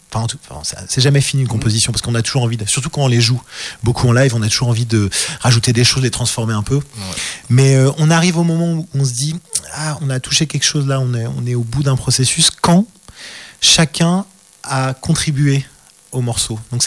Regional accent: Brussels, Brussels-Capital Region, Belgium; J'ai grandi à Bruxelles.

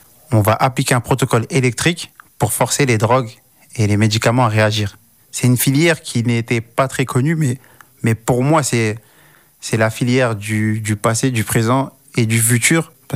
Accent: Compiègne, Hauts-de-France, France; moved away as an adult; also born or lived in Paris / Grenoble; Je suis originaire de Compiègne. … c'est un jeune qui a grandi au Clos des Roses jusqu'à ses 18 ans. Donc j'ai fait toutes mes classes à Compiègne, en passant par Filias Le Bègue, le collège André Malraux, le lycée Mireille Grenet. Et ensuite, après ça, je suis parti à Paris, puis à Grenoble

